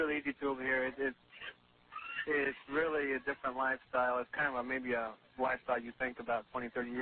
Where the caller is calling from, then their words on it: Okinawa, Japan; Hi, Art. I'm calling from Okinawa in Japan.